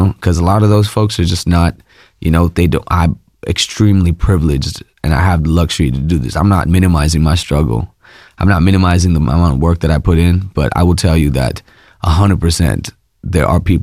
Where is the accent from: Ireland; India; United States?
India; first language Malayalam; English is a second language; we're out there in Bangalore, which people don't speak Malayalam, which is my native tongue